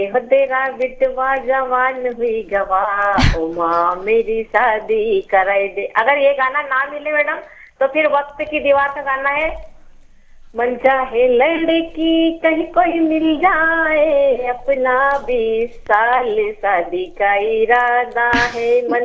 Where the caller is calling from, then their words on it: Indore, Madhya Pradesh, India; बोल रही, पालदाना का, इंदौर से।